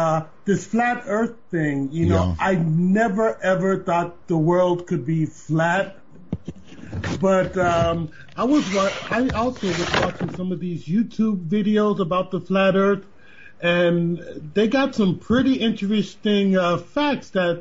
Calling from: Germany; Okay, I'm calling from Germany. I'm ex-military. I was working, used to work on the Pershing missiles and stayed over here.

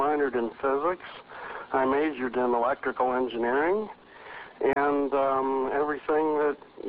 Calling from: Las Vegas, Nevada, United States; Las Vegas.

